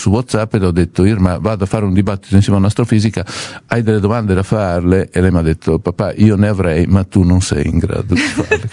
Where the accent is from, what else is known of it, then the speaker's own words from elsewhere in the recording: Parma, Emilia-Romagna, Italy; now in Bologna, Italy; sono di Parma.